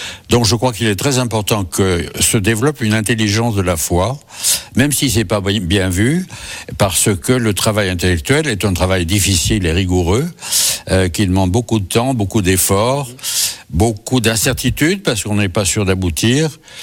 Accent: Saint-Étienne, Auvergne-Rhône-Alpes, France; Alors je suis originaire d'une ville sinistrée qui est Saint-Étienne, qui jadis était une ville quand j'étais enfant très prospère, qui aujourd'hui est au fond du gouffre.

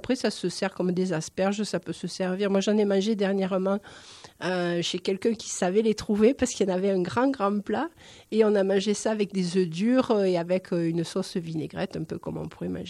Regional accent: Nîmes, Occitanie, France; born there; Alors moi qui viens du midi, pas du midi moins le quart, je suis née à Nîmes pour tout vous dire.

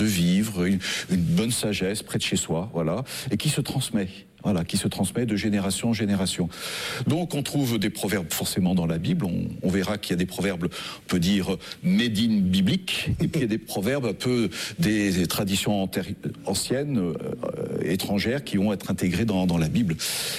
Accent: Lyon, Auvergne-Rhône-Alpes, France; Je viens de Lyon, vous l'avez dit, il y a la plaisante sagesse lyonnaise

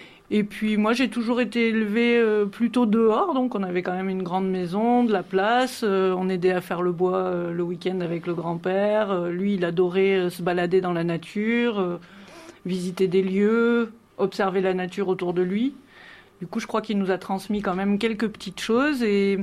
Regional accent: Gramat, Occitanie, France; moi, je suis originaire du Lot, donc un petit coin à côté de Gramma. J'avais mes grands-parents vers le Bastille, donc sur le Causse. Et j'ai vécu là-bas avec mes parents pendant pas mal de temps.

